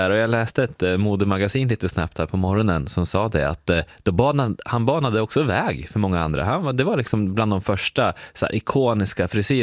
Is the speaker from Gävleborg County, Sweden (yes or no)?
yes; Järvsö, Gävleborg County, Sweden; hemma i Järvsö och där jag växte upp